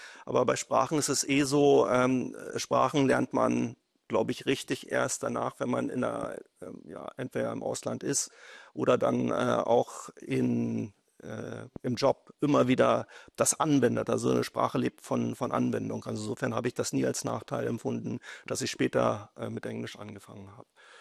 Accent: Salzwedel, Saxony-Anhalt, Germany; moved away as an adult; Das ist meine Heimatstadt. Also ich wurde hier geboren in der Goethestraße, in das so ein rotes Backsteinhaus mit so einer eingravierten Sonne in der Front. Habe meine Schulzeit hier verbracht und auch die Abiturzeit und bin dann erst nach dem Abitur weggezogen

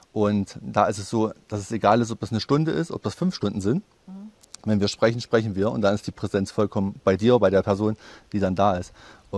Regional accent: Teuchern, Saxony-Anhalt, Germany; ist in der Nähe von Weißenfels, genau. Und bin dort geboren, war kurze Zeit mal in Großstadt unterwegs und bin jetzt wieder aufgrund der Ruhe, der schönen Ruhe hier, zurückgekehrt.

